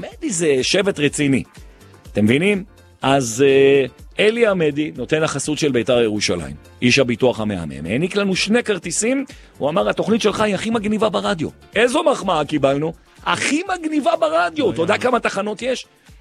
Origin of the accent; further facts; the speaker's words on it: Jerusalem, Jerusalem District, Israel; כי אני ירושלמי